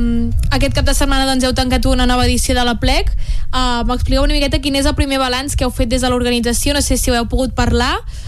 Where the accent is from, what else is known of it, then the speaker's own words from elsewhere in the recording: Hostalets, Catalonia, Spain; Clar, jo, per exemple, que soc d'Hostalets